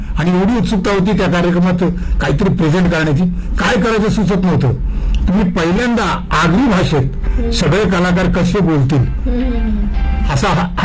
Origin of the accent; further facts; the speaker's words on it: Mumbai, Maharashtra, India; मी आधी मुंबईत राहायचो. Okay. वरील कोळीवाडा हे माझं गाव आणि कोळीवाडा म्हटलं की संपूर्ण कोळ्यांचं गाव आहे ते.